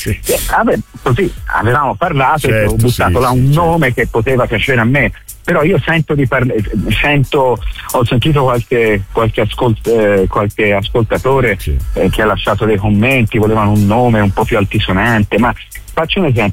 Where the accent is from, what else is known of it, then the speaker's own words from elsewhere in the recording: Florence, Tuscany, Italy; siamo fiorentini